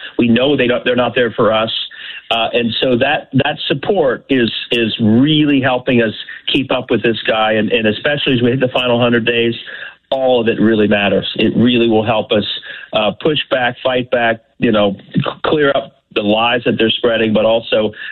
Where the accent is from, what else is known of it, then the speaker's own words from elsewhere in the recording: Ohio, United States; hey, you're from Ohio, you're from the Midwest. I'd say, I'm not from the Midwest, I'm from Ohio.